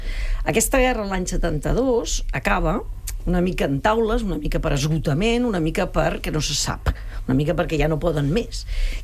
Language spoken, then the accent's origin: Catalan; Catalonia, Spain; Pla de l'Estany, que és la meva comarca, Pla de l'Estany...